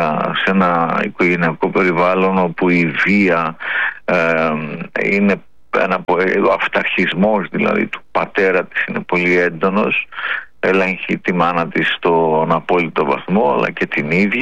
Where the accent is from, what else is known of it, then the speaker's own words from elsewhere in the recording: Epirus, Greece; now in Athens, Greece; Μελάτε Άρτα, τα ημιωρινά τη Άρτα. Πηγαίνω εκεί και μένω 5-6 μήνες το χρόνο.